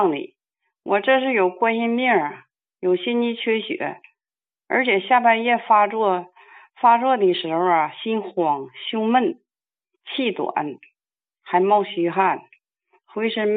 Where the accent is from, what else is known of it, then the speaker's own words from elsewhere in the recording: Chaoyang, Liaoning, China; 王老师，我家是辽宁朝阳的。